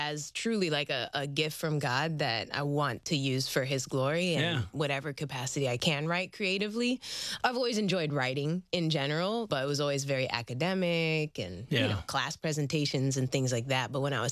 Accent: Manila, Metro Manila, Philippines; born there; So 1989, I was born in Manila, the Philippines. My mom is half Filipina, half Puerto Rican. My dad's Jamaican, and I have an older sister.

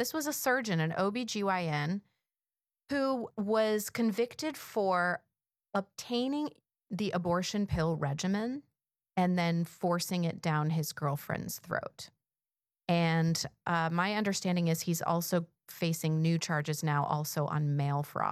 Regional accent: Ohio, United States; I do want to ask if you've seen this news from my home state.

